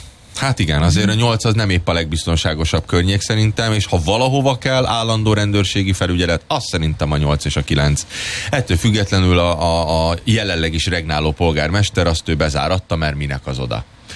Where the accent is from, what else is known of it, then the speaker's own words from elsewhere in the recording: Budapest, Hungary; moved away; én fölnőttem Újpesten. Zöldbe, nyugodtságba, biztonságba.